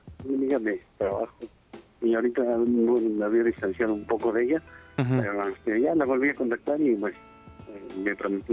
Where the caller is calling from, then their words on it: Toluca, State of Mexico, Mexico; Desde Toluca.